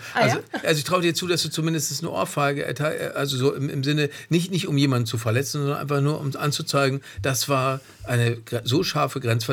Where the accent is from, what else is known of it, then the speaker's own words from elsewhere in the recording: Dortmund, North Rhine-Westphalia, Germany; Ich stamme aus Dortmund, das ist wie Offenbach.